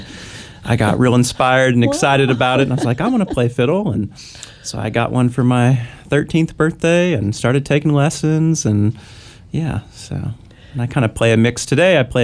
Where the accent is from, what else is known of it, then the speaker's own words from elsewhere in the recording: Indiana, United States; moved away; Well, I'm originally from Indiana.